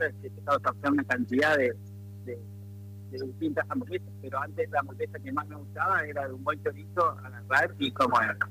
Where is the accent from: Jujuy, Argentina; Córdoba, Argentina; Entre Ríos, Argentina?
Entre Ríos, Argentina; Viale; born there; now in Paraná, Argentina; yo estoy acá a 50 kilómetros, donde nací en Viales, tengo un pequeño lugar donde procesamos la carne